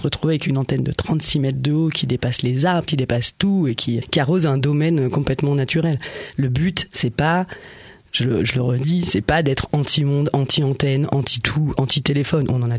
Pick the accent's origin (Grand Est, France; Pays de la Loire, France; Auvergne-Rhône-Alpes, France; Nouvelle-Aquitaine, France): Auvergne-Rhône-Alpes, France; La Motte-en-Bauges; Et moi, je suis de la Motte en Bauges également.